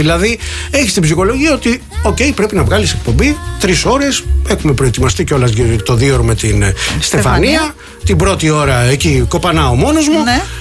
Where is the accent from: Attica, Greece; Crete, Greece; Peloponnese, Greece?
Peloponnese, Greece; Δεν το ξέρω ούτε εγώ που είμαι από τη Μάνη.